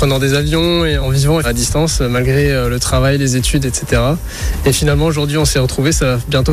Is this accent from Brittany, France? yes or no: yes; Brest, Brittany, France; moved away as an adult; now in Quimper, France; je suis de Brest et j'ai débarqué à Quimper il y a 3 jours pour emménager dans cette belle ville.